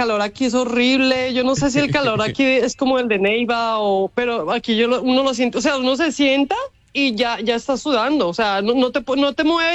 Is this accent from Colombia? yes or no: no; Australia; Spanish is a second language; El australiano es más como esta es mi plata, como esto soy yo, ¿sí me entiendes? Somos secos, sí, secos, europeos.